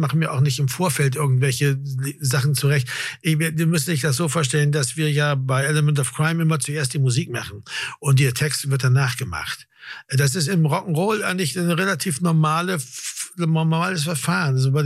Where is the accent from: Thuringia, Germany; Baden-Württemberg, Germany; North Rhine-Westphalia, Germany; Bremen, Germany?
Bremen, Germany; born or raised there